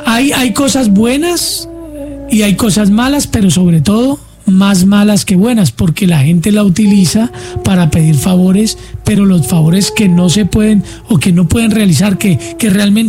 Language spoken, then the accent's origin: Spanish; Mexico; y como mexicanos, por ejemplo, México celebran el 2 de noviembre